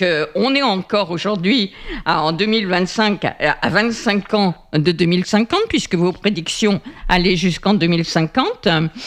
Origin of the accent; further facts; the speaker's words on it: Occitanie, France; chez nous, dans le Languedoc-Roussillon.